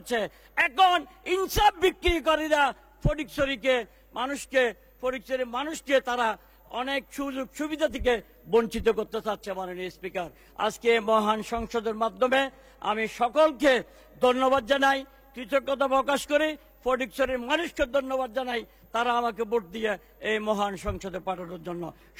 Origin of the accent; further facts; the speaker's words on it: Chittagong, Chittagong Division, Bangladesh; আমরা চট্টগ্রামের লোকজন